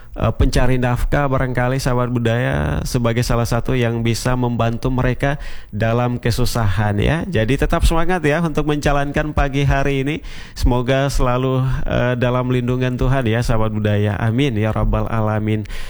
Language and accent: Indonesian; North Maluku, Indonesia; Sebagai orang Maluku Utara